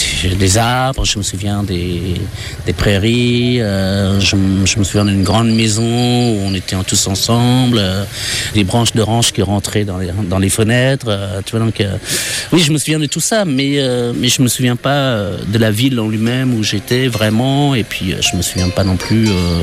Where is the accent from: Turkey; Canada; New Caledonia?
Turkey; Daou, Batman Province; now in France; je ne sais même pas où je suis né. Apparemment, je viens de Daou, c'est une banlieue de Batman.